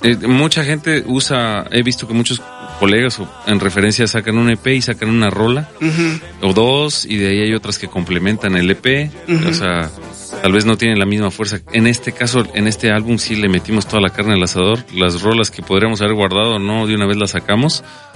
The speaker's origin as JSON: {"language": "Spanish", "region": "Chiapas", "country": "Mexico", "said": "Nosotros tenemos punto en el sureste, originario del estado de Chiapas"}